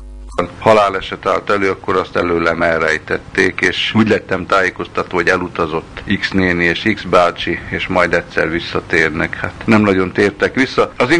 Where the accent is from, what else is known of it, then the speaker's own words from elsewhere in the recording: Győrszentiván, Győr-Moson-Sopron, Hungary; also born or lived in Vízkelet, Slovakia; Hányattatott sors várt ránk, Vízkeletről ki lettünk telepítve, először apám, anyám meg én, aztán a nagyszüleim 1948-ban, és Tóth Komlós közelébe lettek áttelepítve Csanád Albertire, apám pedig Győr-Szent Ivánra került, ott voltunk 10 évig, ott laktunk